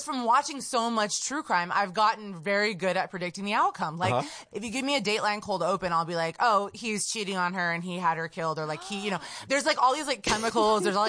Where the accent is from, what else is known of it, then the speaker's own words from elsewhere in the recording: Kansas, United States; moved away; I grew up in Kansas City and my mom still lives there. My sister still lives there. So, yeah, I just grew up there my whole life.